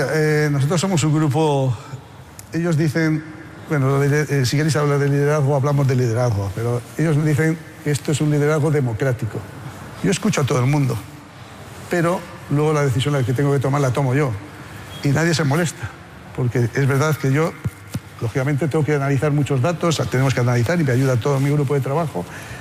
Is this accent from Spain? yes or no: yes; Haro, La Rioja, Spain; mi pueblo es Haro, en La Rioja, fantástico, se come y se bebe muy bien y hay muy buena gente.